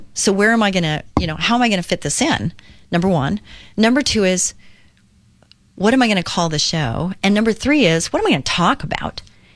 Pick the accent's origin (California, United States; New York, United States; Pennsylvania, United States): California, United States; Westminster; moved away; I grew up in Westminster and Orange County girl, and now I'm a Lake girl